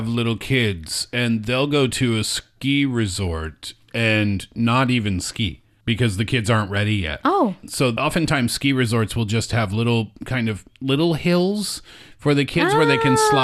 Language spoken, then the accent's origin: English; Canada; now in China; I'm Canadian